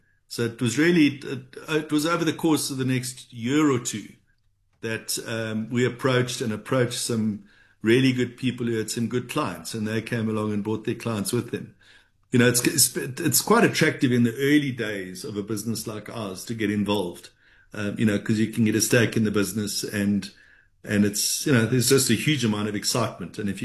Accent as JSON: {"language": "English", "town": "Durban", "region": "KwaZulu-Natal", "country": "South Africa", "tie": "born or raised there", "said": "I grew up in Durban, and, you know, there the stock market's not really a big thing."}